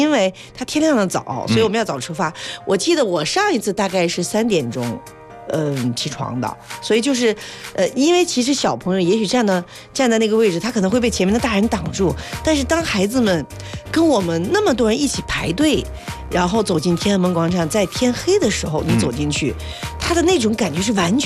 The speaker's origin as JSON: {"language": "Chinese", "region": "Beijing", "country": "China", "tie": "born or raised there", "moved": "yes", "said": "我是北京人"}